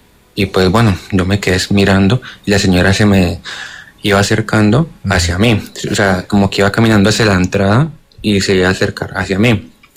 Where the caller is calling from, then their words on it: Cali, Valle del Cauca, Colombia; Me comunico de Cali